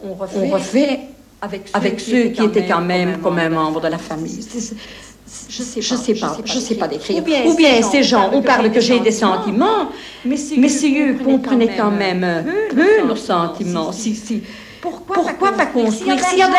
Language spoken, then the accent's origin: French; Laeken, Brussels, Belgium; Je vis tous les jours. Je viens de Laeken. Revoir mon quartier.